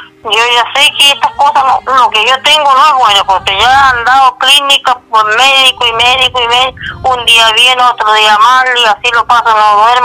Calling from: Puerto Montt, Los Lagos, Chile; acá en Puerto Montt

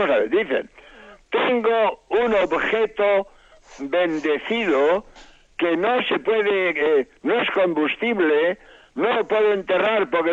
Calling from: Cádiz, Andalusia, Spain; Llamo desde Cádiz.

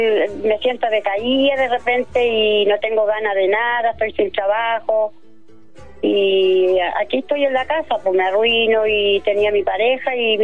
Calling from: Cañete, Biobío, Chile; De Cañete.

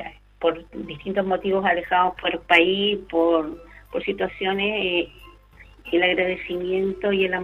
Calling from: Calle Larga, Valparaíso, Chile; De acá, de Calle Larga.

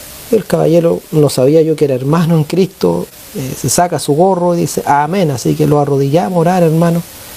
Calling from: Linares, Maule, Chile; yo vengo de Linares

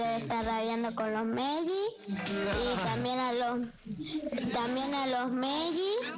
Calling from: Real del Padre, Mendoza, Argentina

